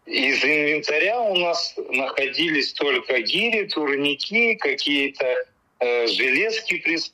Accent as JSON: {"language": "Russian", "region": "Akmola Region", "country": "Kazakhstan", "tie": "born or raised there", "moved": "yes", "lives_now": "Germany", "said": "Родился я в Акмолинской области, в Казахстане, в небольшом поселке, проживал до 17 лет."}